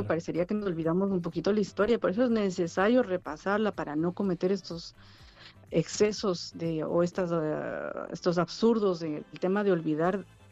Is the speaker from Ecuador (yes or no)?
yes; Ecuador; now in Canary Islands, Spain; soy española, soy ecuatoriana con papeles en regla. Yo sigo siendo ecuatoriana, no ha cambiado ni mi identidad ni mis raíces.